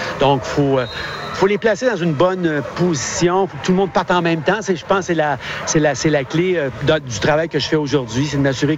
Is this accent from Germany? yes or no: no; Quebec, Canada; Moi, je suis originaire du Québec.